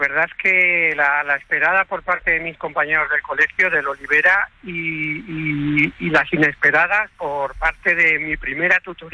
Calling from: L'Eliana, Valencian Community, Spain; Pues te llamo desde La Liana, en Valencia.

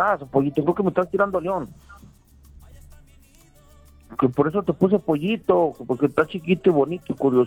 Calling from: Sombrerete, Zacatecas, Mexico; Esa Camila es una muchachita chiquita, jovencita de el rancho de donde yo soy, de González Ortega.

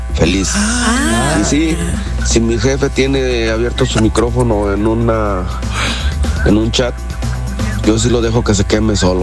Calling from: Guadalajara, Jalisco, Mexico; de Guadalajara, Jalisco.

